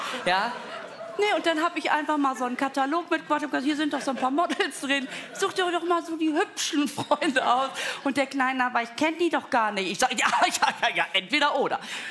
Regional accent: Münster, North Rhine-Westphalia, Germany; Ich komme aus Münster

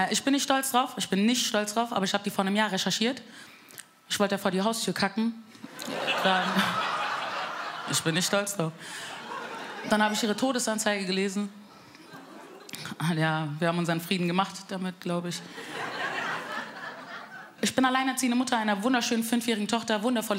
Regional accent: Bavaria, Germany; Ich bin aus Frankfurt. Spaß, ich bin eigentlich aus Bayern. Wirklich. Wirklich, boardisch Mädel.

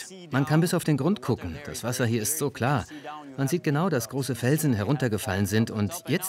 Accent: Albania; Ich komme eigentlich aus dem Norden. Während der Sommersaison arbeite ich hier im Süden als Touristenguide für Kajak und Stand-up-Paddle.

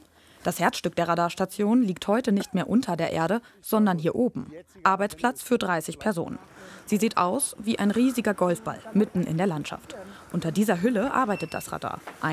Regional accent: Auenhausen, Germany; Hier bin ich groß geworden. Auenhausen, mein Heimatdorf. Viel los ist hier nicht.

